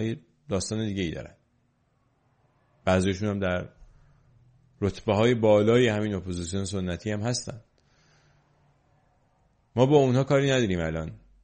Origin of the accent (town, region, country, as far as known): Iran